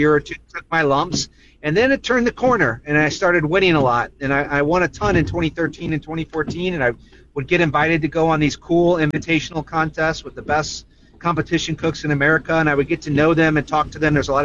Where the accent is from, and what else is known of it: St. Louis, Missouri, United States; born or raised there